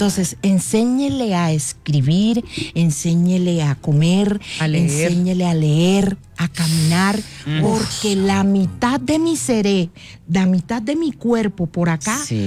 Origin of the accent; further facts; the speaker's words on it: Sahagún, Córdoba, Colombia; que somos de Sahagún.